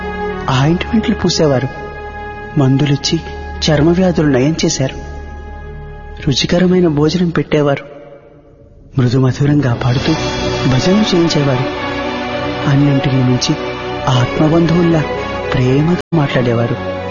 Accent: Bhimavaram, Andhra Pradesh, India; మాది భీమవరం.

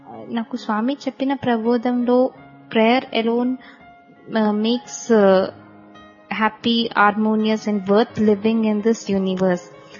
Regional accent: Hyderabad, Telangana, India; నేను హైదరాబాద్ నుంచి వచ్చాను.

